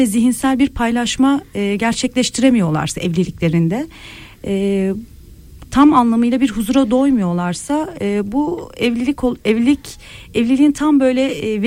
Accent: Sivas, Turkey; Sivaslıyız.

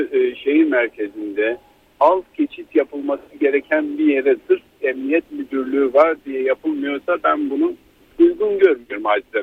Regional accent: Van, Turkey; born or raised there

